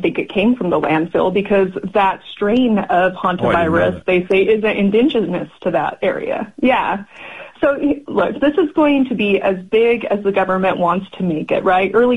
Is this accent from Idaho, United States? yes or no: yes; Idaho, United States; Nice to be talking to folks in my home state of Idaho.